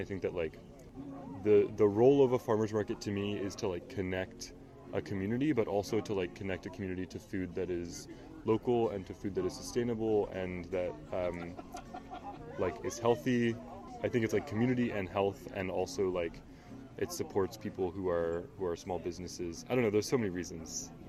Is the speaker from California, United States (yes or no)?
no; New York City, New York, United States; So I grew up in New York City, and I live right near Union Square, which has a big farmer's market.